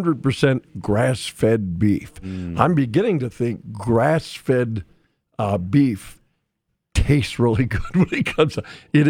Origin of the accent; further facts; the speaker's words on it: Williston, North Dakota, United States; growing up in Williston